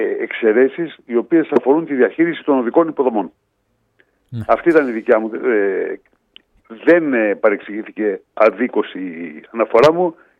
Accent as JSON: {"language": "Greek", "region": "Northern Greece", "country": "Greece", "said": "εγώ είμαι Βορειοελλαδίτης."}